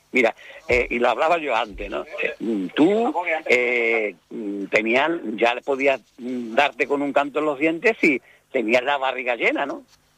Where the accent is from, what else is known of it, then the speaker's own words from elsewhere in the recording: Andalusia, Spain; yo me acuerdo en mi pueblo está separado de Sevilla, unos 8 o 9 kilómetros, yo me acuerdo que en mi pueblo no había, en aquellos tiempos